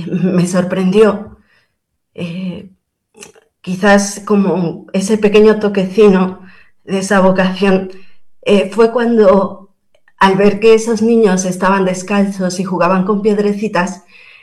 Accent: Mexico; moved away; also born or lived in Peru / Spain; nosotros, como bien comentaste, somos mexicanos, el primer paso que dimos, por decir así fuerte, fue el ir a las misiones por un año.

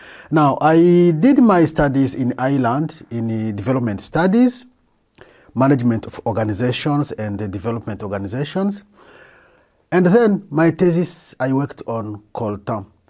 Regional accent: North Kivu, DR Congo; moved away; also born or lived in Goma; I grew up in Katamamba. My secondary school, I did it in Goma. In Goma, Goma is the city, as I said, it bordering Rwanda.

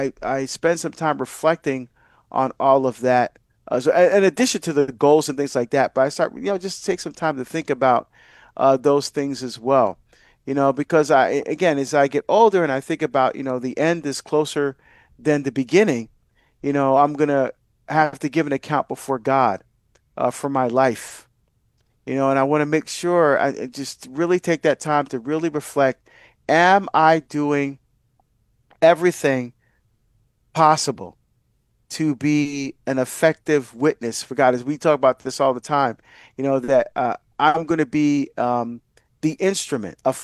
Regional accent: Barbados; You know, as many of you know, I'm from Barbados, and I'm getting a chance to go home and visit family. Most of my family are still there

